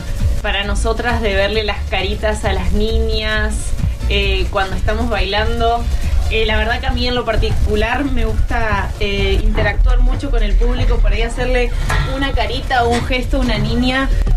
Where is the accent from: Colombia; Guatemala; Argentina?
Argentina; moved away; soy de Argentina.